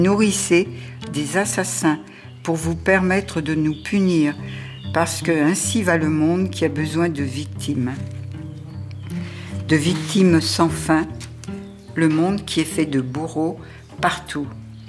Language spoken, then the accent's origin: French; Berck, Hauts-de-France, France; Moi, je suis née pendant la guerre, tout était détruit autour de moi. Je suis née à Berck, et c'est les Anglais d'ailleurs qui bombardaient et qui ont cassé tout. Je vivais quand j'étais petite, au milieu des ruines, au milieu des mines